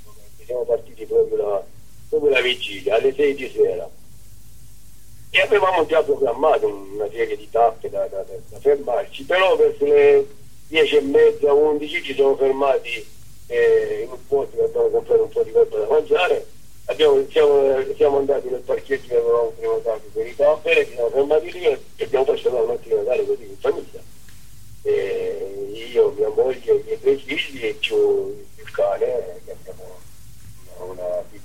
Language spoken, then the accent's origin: Italian; Apulia, Italy; moved away; Io sono originario di Leviano, un piccolo paesino nella provincia di Lecce